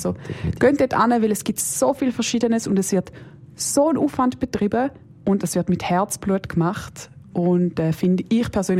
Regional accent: Schaffhausen, Switzerland; Tragischerweise bin ich in der Grabenstrasse aufgewachsen und habe die Mehrheit von der Zeit dort verbracht und bin immer über die Neustadt gelaufen

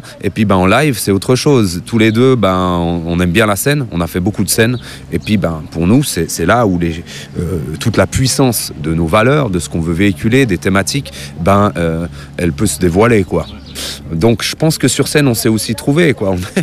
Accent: Switzerland; born there; moi je suis né en Suisse, de parents immigrés, mais ouais, je suis né en Suisse.

